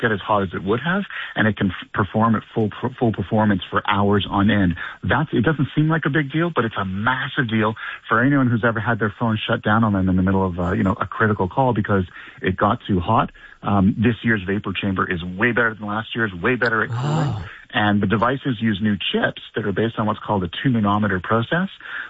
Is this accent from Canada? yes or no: yes; Canada; As a Canadian, that's just unacceptable.